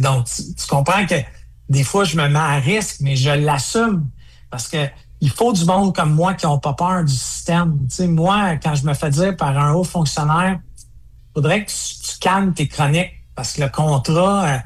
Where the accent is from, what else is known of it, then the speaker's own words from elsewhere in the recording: Quebec, Canada; T'sais, je suis Québécois, c'est important pour moi.